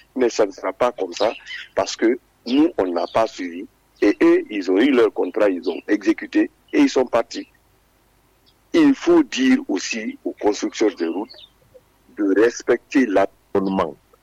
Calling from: Guinea

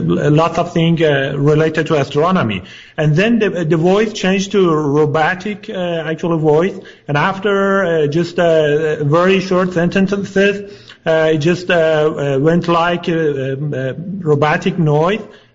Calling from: Los Angeles, California, United States; Actually, I'm in Los Angeles.

